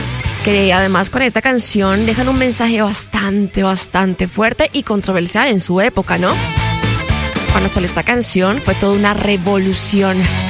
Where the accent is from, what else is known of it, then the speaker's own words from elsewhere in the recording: Colombia; seguimos siendo colombianos